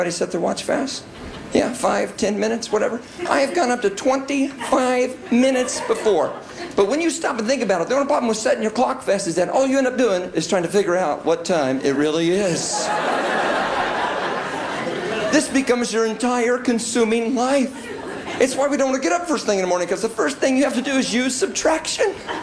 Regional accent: Indiana, United States; I didn't just grow up in any place in Indiana. I grew up in Central Indiana. Now, you must be aware of Central Indiana because only one of two places in the entire United States that does not go to daylight savings. We're just stuck there.

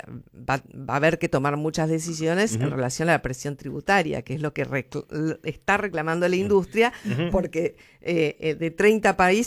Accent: Rosario, Santa Fe, Argentina; born there; yo, que también nací en Rosario

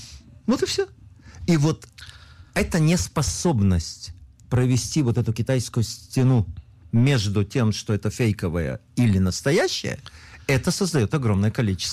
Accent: Lviv, Lviv Oblast, Ukraine; born there; moved away; Я приехал из Советского Союза, из города Львова, там я родился.

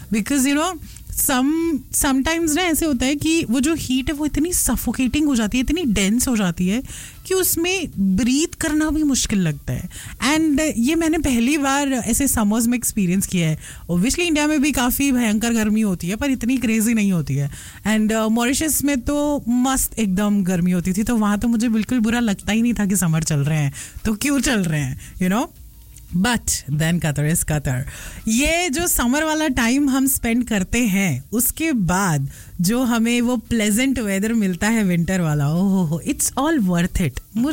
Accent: Indore, Madhya Pradesh, India; moved away; everybody here in the office when I tell them कि मैं इंदौर से हूँ, इंदौर

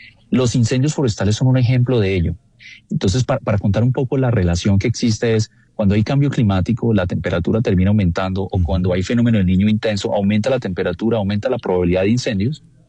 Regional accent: Colombia; Créanme que como colombianos deberíamos sentirnos orgullosos que en los últimos 10 años

